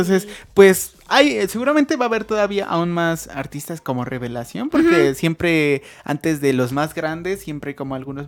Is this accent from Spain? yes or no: no; Mexico; somos mexicanos en general